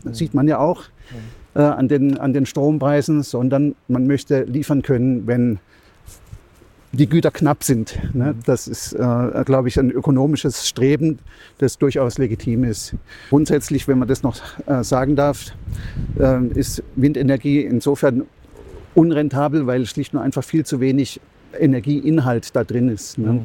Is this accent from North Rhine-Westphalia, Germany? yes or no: no; Freiburg, Baden-Württemberg, Germany; ich bin Freiburger